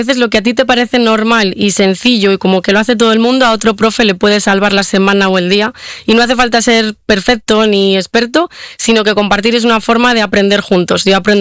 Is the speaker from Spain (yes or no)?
yes; Valladolid, Castile and León, Spain; Soy de Valladolid